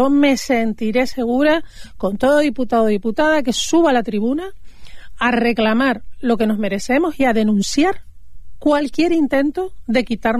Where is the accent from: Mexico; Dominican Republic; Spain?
Spain; Canary Islands